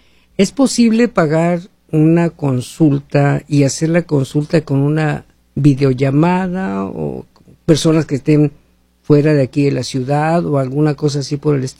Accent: Mexico; now in United States; cometí el error de agarrar asilo como guatemalteco. Yo soy mexicano. Ahora estoy por casarme con una ciudadana.

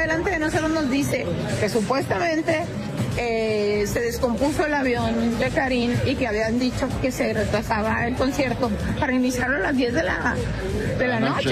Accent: Chihuahua, Mexico

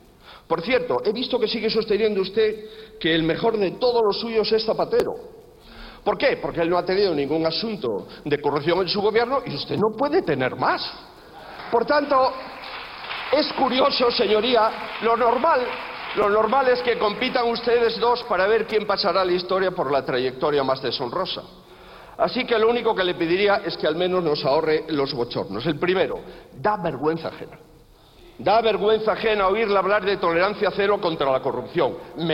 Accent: Spain

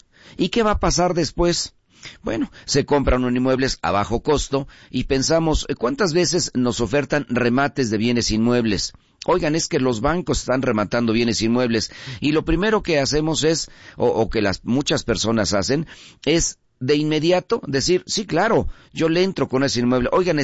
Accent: Mexico

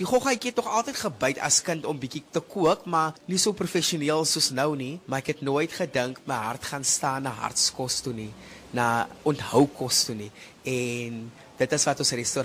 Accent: Grabouw, Western Cape, South Africa; moved away; Dis my hartsplek hierso. Ek is 'n boerling van die Grabouw wêreld en dit is 'n full circle moment nou vir my om terug te wees in my geboortedorp.

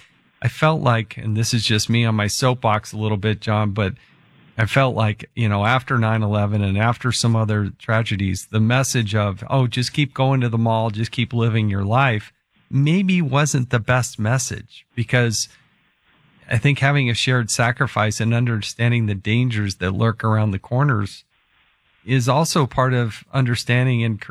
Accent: Utah, United States; I'm a rookie. I'm a member of Congress. I'm from Utah. I'm not in the military.

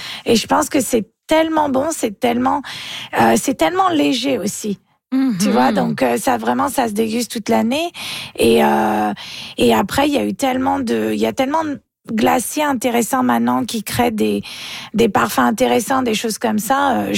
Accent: France; moved away; C'est quand j'étais petite en France

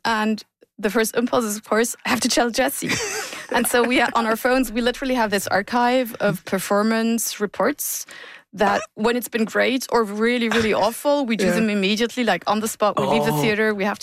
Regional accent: Luxembourg City, Luxembourg; English is a second language; Yeah, I'm from Luxembourg City.

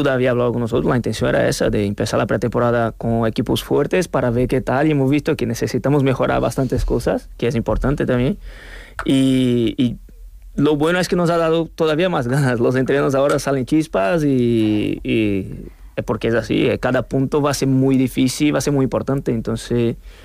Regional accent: Brazil; Soy brasileño, no tengo problemas.

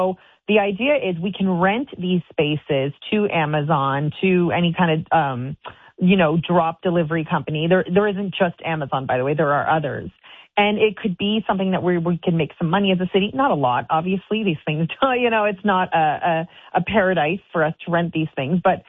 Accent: Windsor, Ontario, Canada; now in Ottawa, Canada; I'm from the Windsor area.

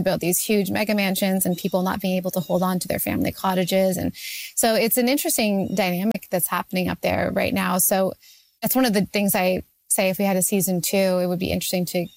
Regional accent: Canada; I was just always trying to set things in Canada. about Canadians because I'm Canadian and like, why not?

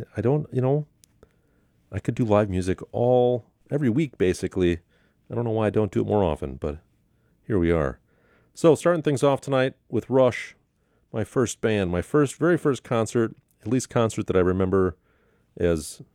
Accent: Milwaukee, Wisconsin, United States; now in Marquette, United States; I grew up in the Milwaukee area

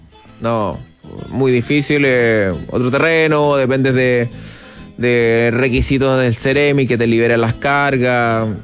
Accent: Viña del Mar, Valparaíso, Chile; Sí, yo también soy de Viña.

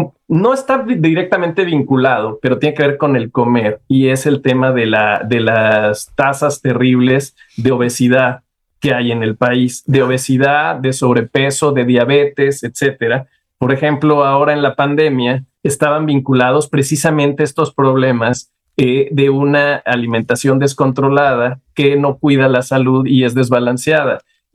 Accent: Mexico

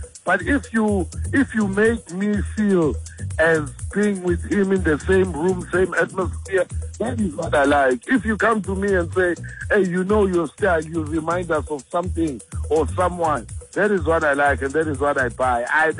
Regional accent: Durban, KwaZulu-Natal, South Africa; also born or lived in Ladysmith; from Ladysmith. That was just a small town away from Durban, 2 hours away. So yeah, man, I grew up in Durban.

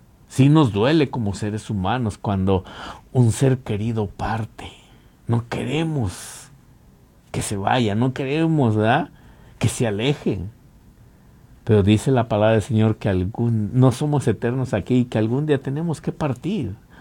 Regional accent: Mexico; moved away; cuando estaba allá en México, en mi país

